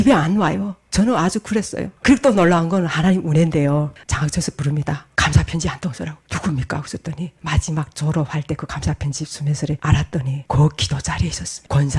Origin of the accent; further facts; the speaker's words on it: North Korea; moved away; 제가 탈북한 지도 오전에 거의 20년을 가는데 제가 살았던 그 땅도 잊혀집니다.